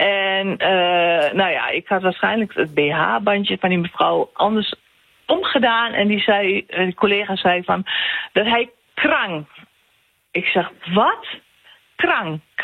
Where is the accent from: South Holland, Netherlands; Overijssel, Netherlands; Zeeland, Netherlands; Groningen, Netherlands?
Overijssel, Netherlands; Enschede; moved away as an adult; Ik ben ik ben geboren getogen in Enschede. Ik ben daar op mijn 19e weggegaan.